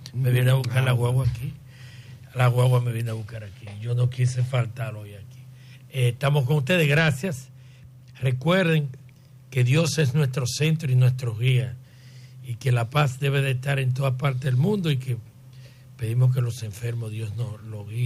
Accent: Dominican Republic

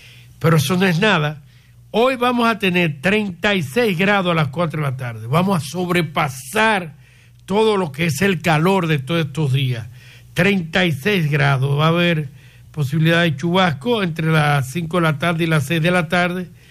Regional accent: Dominican Republic; nosotros como dominicanos estamos preparados para algo así.

